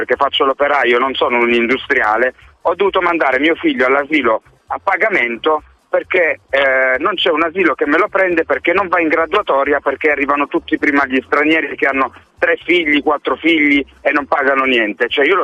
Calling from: Turin, Piedmont, Italy; io sono qua a Torino

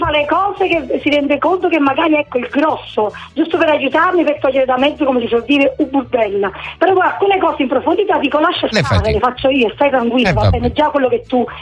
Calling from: Pompei, Campania, Italy; buongiorno da Pompei.

